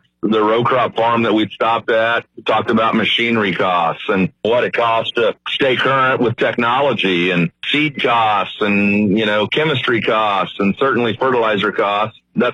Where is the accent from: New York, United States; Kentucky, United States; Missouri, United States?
Missouri, United States; I'm from Northwest Missouri